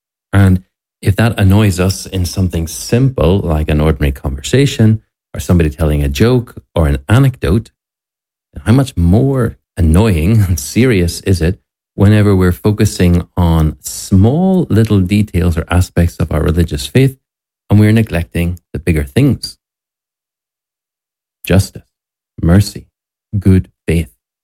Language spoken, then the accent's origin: English; Ireland; that an Irish nun simply could not believe afterwards that I was actually from the same country as her.